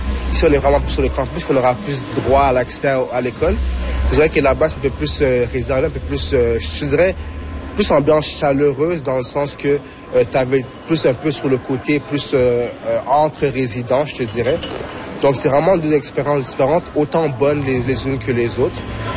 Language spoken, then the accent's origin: French; Montreal, Quebec, Canada; moved away as an adult; now in Vancouver, Canada; moi je viens de Montréal, quand je viens de Montréal